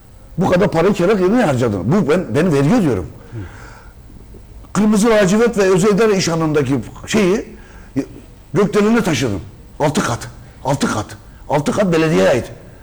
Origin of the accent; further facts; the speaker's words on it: Mersin, Turkey; Ben bu kenti kısmen Ankara'da yaşıyorum ama ben buranın çocuğuyum. Burada doğdum büyüdüm ben.